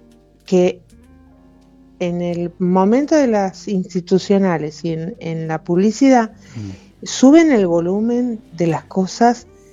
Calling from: Quilmes, Buenos Aires Province, Argentina; de Quilmes.

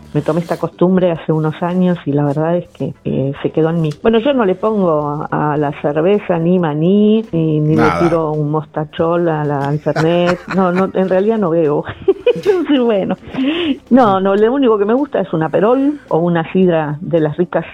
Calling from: Lanús, Buenos Aires Province, Argentina; de Lanús.

